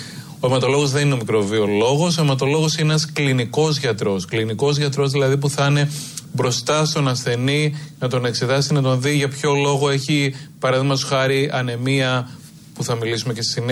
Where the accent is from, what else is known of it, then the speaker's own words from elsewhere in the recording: Thessaloniki, Central Macedonia, Greece; γεννήθηκα το 1984 στην πόλη της Θεσσαλονίκης, στην οποία μεγάλωσε